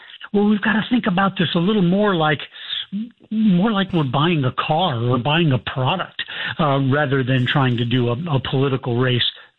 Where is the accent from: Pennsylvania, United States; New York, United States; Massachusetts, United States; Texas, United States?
Texas, United States; Plano; born or raised there